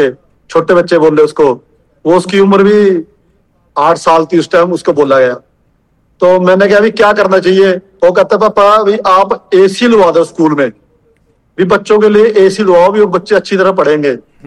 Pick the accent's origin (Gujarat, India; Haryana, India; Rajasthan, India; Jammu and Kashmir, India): Haryana, India; Kurukshetra district; मेरे गांव का नाम हरिगढ़ बोरक है जी, ब्लॉक प्योवा जी, डिस्ट्रिक्ट कुलक्षेत्र सर।